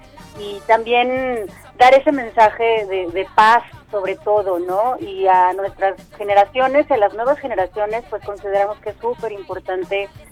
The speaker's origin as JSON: {"language": "Spanish", "country": "Mexico", "said": "al final del día somos mexicanos"}